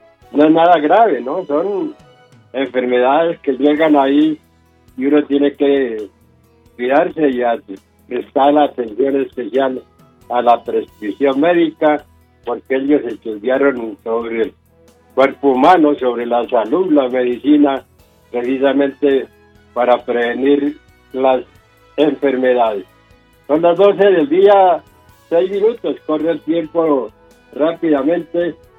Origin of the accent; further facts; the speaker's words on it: Casanare, Colombia; now in Bogotá, Colombia; mi tierra, Casanare.